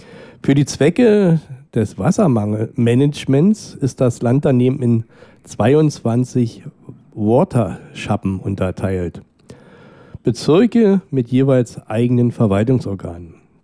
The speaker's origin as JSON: {"language": "German", "country": "Netherlands", "second_language": "German", "said": "ich sage einfach, ich bin als Holländer, das ist nicht abwürgend, aber das ist für mich einfacher als Niederländer."}